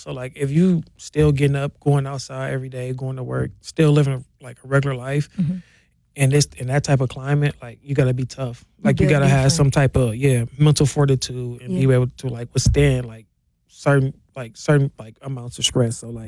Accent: Milwaukee, Wisconsin, United States; Without a doubt, the North Side.

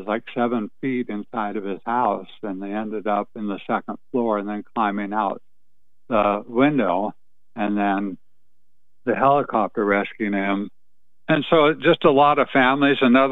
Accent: Sumas, Washington, United States; now in Nooksack, United States; My home is actually in Nooksack. However, my whole life is pretty much in Sumas. I grew up in Sumas, pastor of a church there.

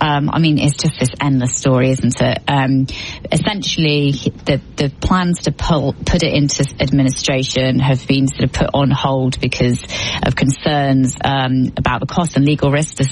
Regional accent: London, United Kingdom; as a Londoner

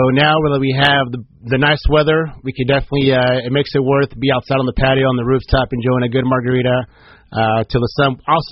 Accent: Jalisco, Mexico; moved away; I'm from Jalisco

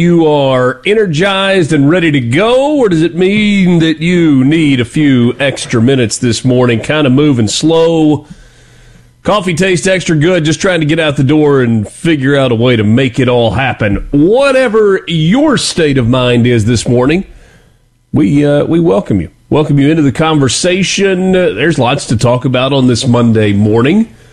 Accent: Oxford, United States; where I grew up in Oxford

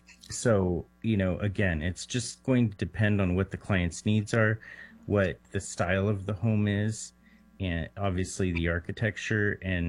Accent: Bakersfield, California, United States; You know, me being born and raised in Bakersfield, and my dad living in Fresno for over 35 years

